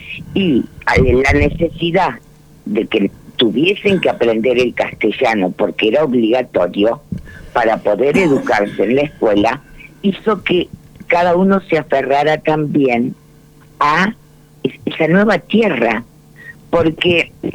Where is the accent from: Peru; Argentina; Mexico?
Argentina; Esta mezcla nos hizo muy especiales como argentinos.